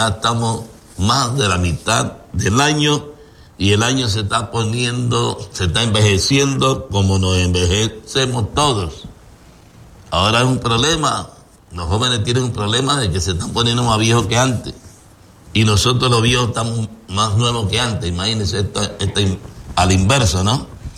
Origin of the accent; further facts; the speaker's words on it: Chiriquí, Panama; now in David, Panama; hacia mi pueblo, hacia mi ciudad, porque te saludo a toda la iglesia en los Jaramillos, en los Palmiras